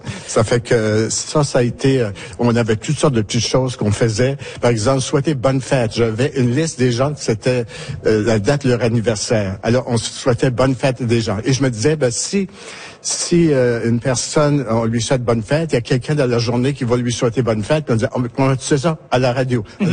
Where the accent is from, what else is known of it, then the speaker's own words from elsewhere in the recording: Prince Edward Island, Canada; ma région natale, la région évangéline, où c'est là qu'on vivait le plus en français.